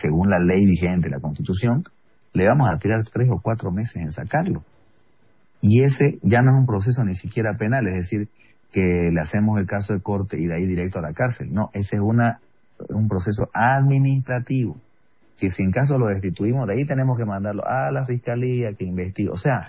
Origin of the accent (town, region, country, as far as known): Bolivia